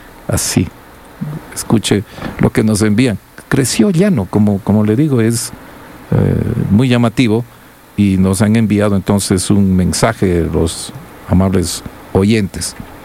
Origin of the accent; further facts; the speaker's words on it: Ecuador; es lo que somos los ecuatorianos